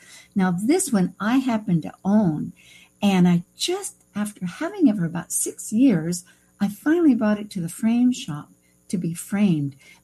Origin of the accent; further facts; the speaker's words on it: San Francisco, California, United States; born there; also born or lived in US West Coast; I was born in San Francisco, but I lived all up and down the West Coast and I traveled other places.